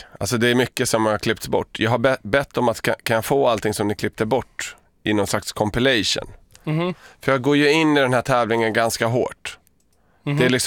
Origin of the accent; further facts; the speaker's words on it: Serbia; Jag är en ilsken serb som inte vill förlora och inte kan baka.